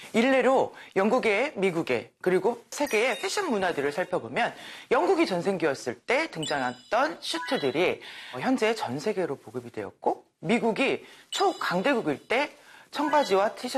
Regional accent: South Korea; 우리는 한국 사람이죠.

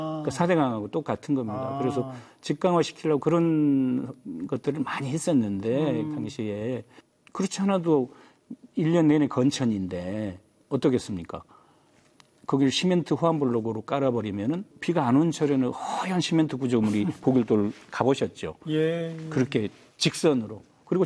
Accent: Bogildo island, Wando, South Jeolla, South Korea; moved away; 그때는 이제 제 고향인 섬으로 갔었죠.

